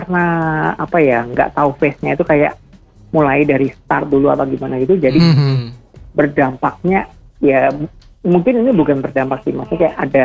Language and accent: Indonesian; Mataram, West Nusa Tenggara, Indonesia; born there